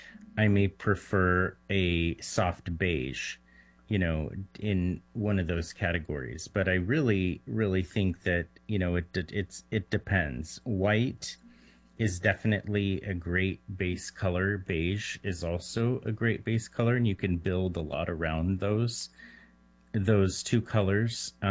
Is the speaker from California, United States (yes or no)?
yes; Bakersfield, California, United States; You know, me being born and raised in Bakersfield, and my dad living in Fresno for over 35 years